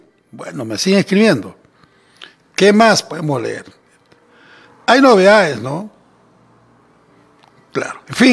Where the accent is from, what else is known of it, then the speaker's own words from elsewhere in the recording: Inclán, Tacna, Peru; yo también vivo en Inclán, soy de Inclán